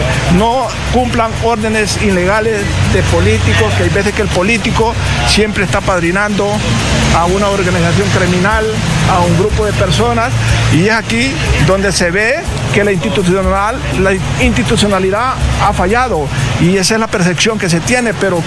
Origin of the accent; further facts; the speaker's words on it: Honduras; todos nos unamos como hondureños